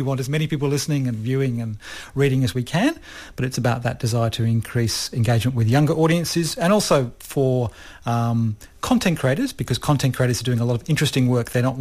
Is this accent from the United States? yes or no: no; Australia; And as your audience may be able to hear, I am Australian by background.